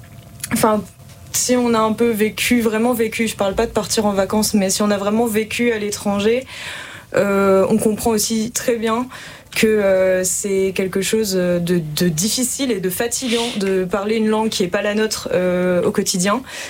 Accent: France; first language French; pouvoir parler ma langue natale.

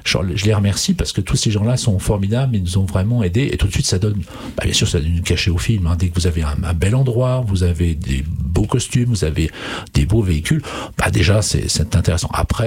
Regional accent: Villey-Saint-Étienne, Grand Est, France; nous sommes originaires de Villers-Saint-Étienne

